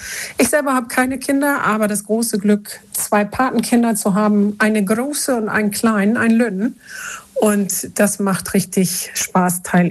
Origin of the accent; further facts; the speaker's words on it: Mecklenburg-Vorpommern, Germany; Und zwar komme ich ja aus dem Mecklenburger Raum.